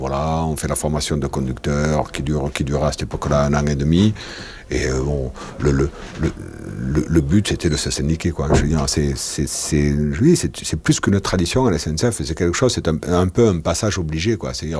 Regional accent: Lannemezan, Occitanie, France

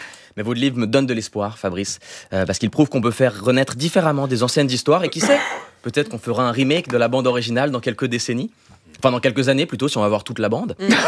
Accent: Switzerland; Non, en plus, moi, j'ai grandi en Suisse, donc la majorité du pays, elle est germanophone

